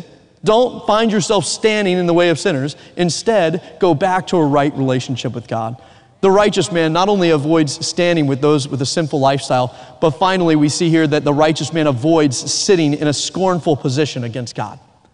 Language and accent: English; the South, United States; accent: Southern; Southern is my first language. I had to relearn English in college.